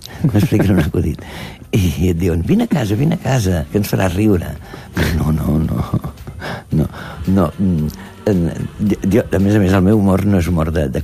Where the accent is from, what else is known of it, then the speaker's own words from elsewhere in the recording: Catalonia, Spain; Una, perquè jo sóc català, això és complicat en el doblatge.